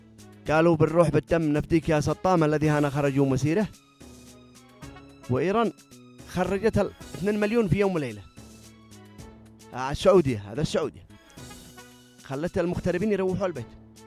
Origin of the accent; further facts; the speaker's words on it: Yemen; لتدفعنا اليمنيين